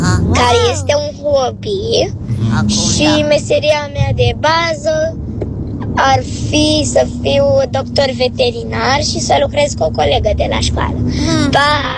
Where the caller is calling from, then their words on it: Bucharest, Romania; din București. Am aproape 9 ani